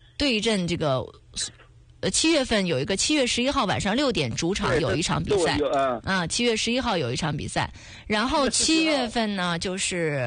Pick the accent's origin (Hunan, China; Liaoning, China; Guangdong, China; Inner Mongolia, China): Liaoning, China; now in Yanbian, China; 因为我是辽宁人嘛